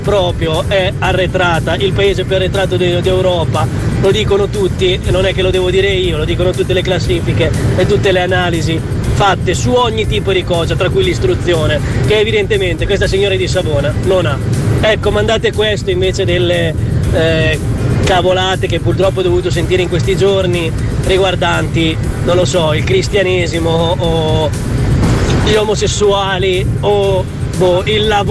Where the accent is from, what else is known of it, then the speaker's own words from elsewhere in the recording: San Marino; sono di San Marino e sono in vacanza in Sicilia.